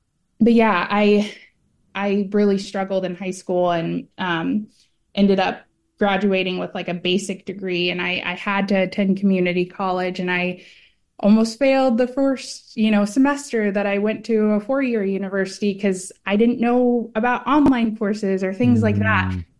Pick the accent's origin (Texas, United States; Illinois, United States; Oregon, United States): Texas, United States; I feel like I have to say that I'm from Texas, because you can't say you're not from Texas, but my heart is from the East Coast. So I grew up in Texas